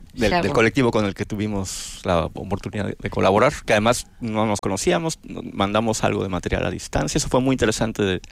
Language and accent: Spanish; Mexico City, Mexico; born there; moved away as an adult; now in Oaxaca, Mexico; Nací en Ciudad de México, pero vivo en Oaxaca desde el 94, del siglo pasado.